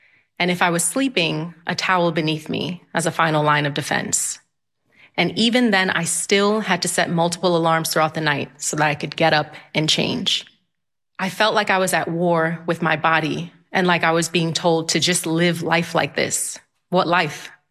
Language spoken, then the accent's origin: English; New York City, New York, United States; now in Phoenix, United States; The thing that I loved about growing up in New York is you can see the entire world in your little city. There are people from all over the world who speak all different languages.